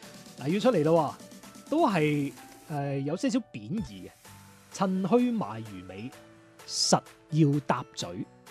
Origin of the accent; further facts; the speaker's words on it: China; 月饼我哋中国人系喺中秋节期间食噶嘛。